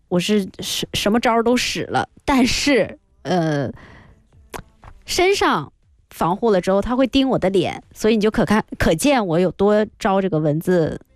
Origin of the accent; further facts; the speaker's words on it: northern China, China; moved away; 北方啊，我的老家以前呢，就是很少感觉能有这种被蚊子成群结队的包围的这种感觉啊，